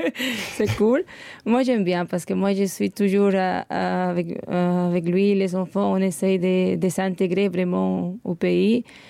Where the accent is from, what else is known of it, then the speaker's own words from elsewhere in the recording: Guayaquil, Guayas, Ecuador; French is a second language; Oui, je suis aussi de Guayaquil, de la ville de Guayaquil.